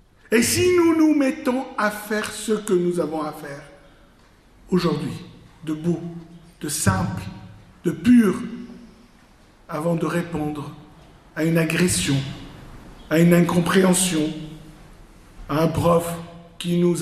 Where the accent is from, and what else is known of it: Lebanon; born or raised there